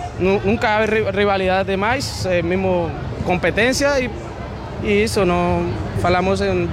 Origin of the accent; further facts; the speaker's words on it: Colombia; moved away; eu sou colombiano